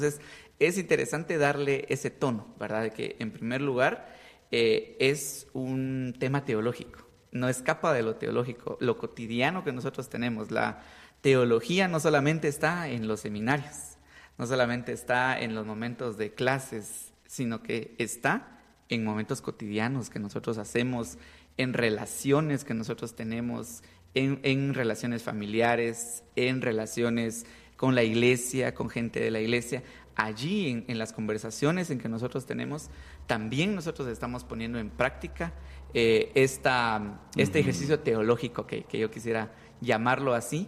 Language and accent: Spanish; Huehuetenango, Guatemala; yo que soy originario de Huehuetenango